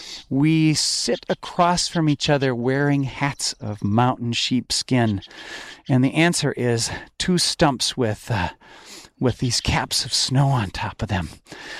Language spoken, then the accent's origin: English; Wisconsin, United States; although I grew up in Wisconsin in hunting country.